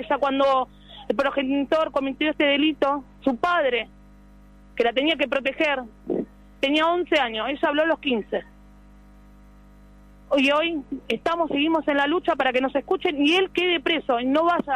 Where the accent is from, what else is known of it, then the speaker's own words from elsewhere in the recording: San Justo, Buenos Aires Province, Argentina; A mí me está ayudando el Cajut de La Matanza. Nosotros somos de San Justo.